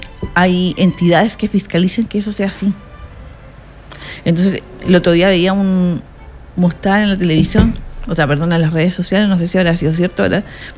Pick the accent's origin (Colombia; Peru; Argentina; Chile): Chile; also born or lived in Concepción